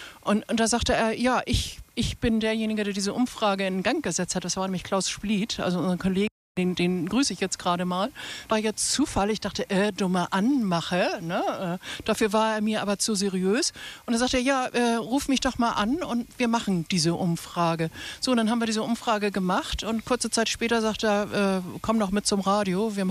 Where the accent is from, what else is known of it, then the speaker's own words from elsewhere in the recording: Hamburg, Germany; born there; now in Travemünde, Germany; bin Neubürger in Travemünde gewesen. Bin eigentlich eine geborene Hamburgerin, wie das so, wenn du die Hamburger in Travemünde rausnimmst, dann ist der halbe Ort leer. Also ich gehöre zu denen, die auch umgesiedelt sind.